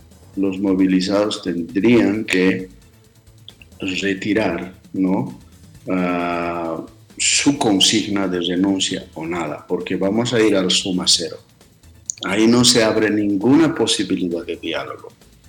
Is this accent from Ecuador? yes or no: no; Bolivia; No podemos enfrentarnos como bolivianos.